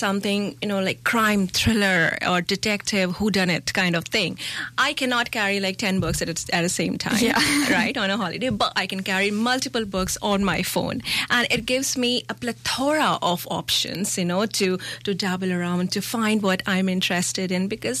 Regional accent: India; I'm Indian. I grew up in a typical Indian household with so much competition, so much strictness around education and reading every day.

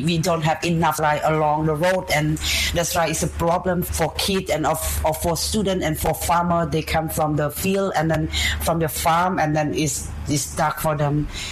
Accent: Siem Reap, Cambodia; I identify myself as a transgender when I was 12 years old, and I was born in Siem Reap in Kandrok village. It's a small village

